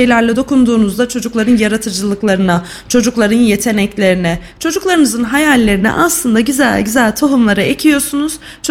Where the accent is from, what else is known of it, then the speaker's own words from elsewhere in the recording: Sivas, Turkey; Ben Sivaslıyım mesela.